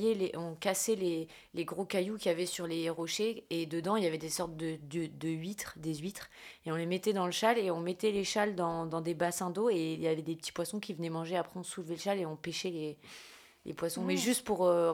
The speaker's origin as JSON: {"language": "French", "country": "Mayotte", "tie": "born or raised there", "moved": "yes", "lives_now": "France", "said": "quand j'étais petite, j'habitais à Mayotte. Et du coup, j'ai grandi vraiment au bord de l'océan."}